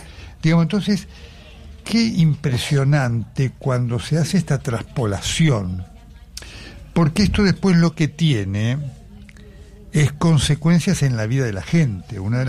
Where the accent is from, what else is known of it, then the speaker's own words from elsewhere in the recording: Argentina; No somos de lo peor. No somos los mejores del mundo, pero nos sentimos orgullosos de ser los que somos.